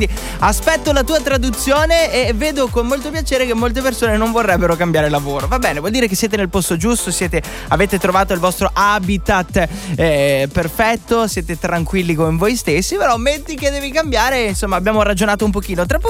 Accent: Friuli-Venezia Giulia, Italy; Io sono friulano, non capisco niente.

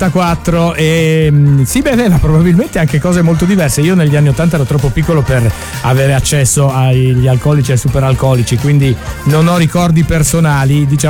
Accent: Northeast Italy, Italy; io sono insomma del nord-est, si migrava molto, perché dalle mie parti non è che ci fosse molto da divertirsi, quindi Trieste oppure Padova

